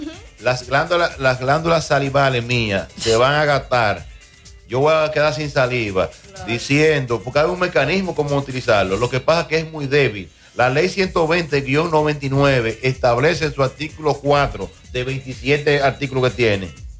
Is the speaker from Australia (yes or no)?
no; Dominican Republic; Yo me crié en Los López, al lado de la estancia infantil.